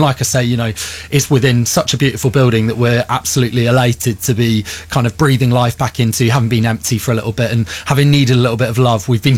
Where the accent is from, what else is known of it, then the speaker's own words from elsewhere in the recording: Melksham, South West England, United Kingdom; now in Devizes, United Kingdom; I actually really like being in Devizes. I grew up in Melksham.